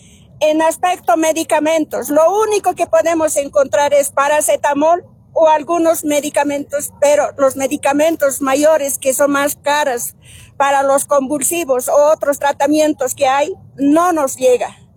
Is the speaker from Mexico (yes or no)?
no; Bolivia; now in El Alto, Bolivia; también nosotros somos bolivianos y tenemos derechos.